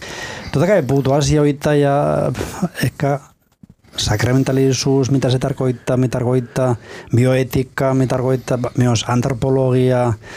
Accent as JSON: {"language": "Finnish", "region": "Basque Country", "country": "Spain", "second_language": "Finnish", "moved": "as an adult", "lives_now": "Finland", "said": "olen kotoisin Baskimaasta"}